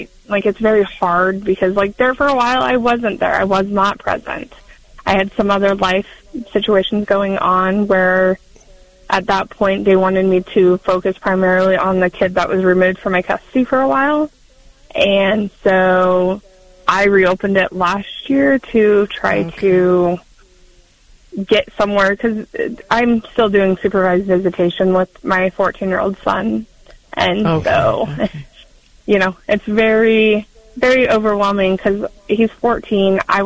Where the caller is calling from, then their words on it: Hastings, Nebraska, United States; But I'm from Hastings and Nebraska.